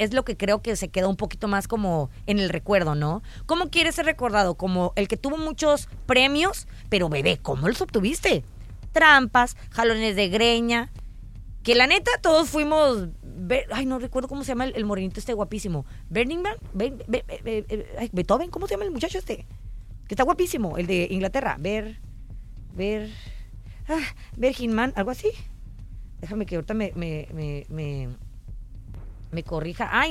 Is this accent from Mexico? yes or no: yes; Mexico; O sea, si dicen que uno como mexicano se... Bueno, también como mexicano no podemos decir nada